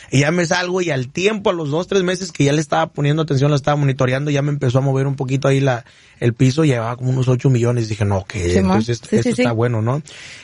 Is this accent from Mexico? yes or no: yes; Michoacán, Mexico; accent: Michoacán; Así como mi acento michoacano.